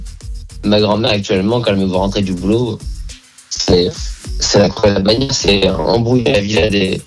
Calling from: Auvergne-Rhône-Alpes, France; L'Isère, à côté de Lyon

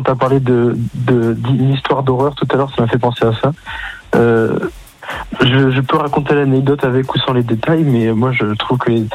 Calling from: Angers, Pays de la Loire, France; J'habite en Angers.

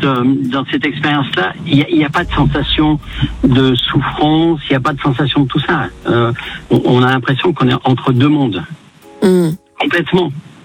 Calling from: Lyon, Auvergne-Rhône-Alpes, France; je suis lyonnais

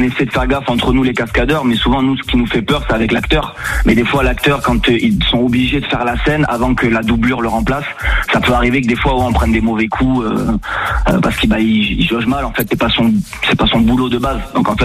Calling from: Île-de-France, France; Je vous appelle de Ozon-la-Ferrière, en Seine-et-Marne.

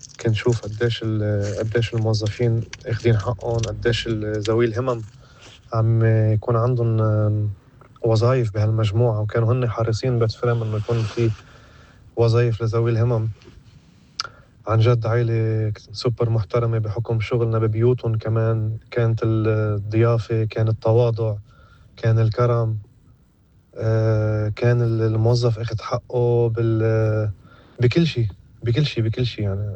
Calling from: Beirut, Beirut Governorate, Lebanon; انا من بيروت

